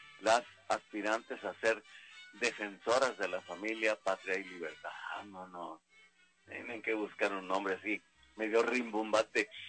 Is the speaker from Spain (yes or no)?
no; Mexico